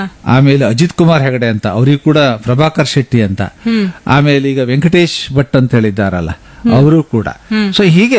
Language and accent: Kannada; Kundapura, Karnataka, India; ನಮ್ಮ ಊರಿನವರೆಲ್ಲ ನಾವು ಕುಂದಾಪುರದವರು, ಬೈಂದೂರಿನವರು, ಬ್ರಹ್ಮಾವರದವರು.